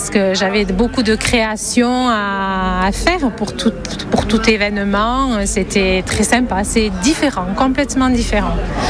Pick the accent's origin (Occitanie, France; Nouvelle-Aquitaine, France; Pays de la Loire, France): Nouvelle-Aquitaine, France; Mirepeix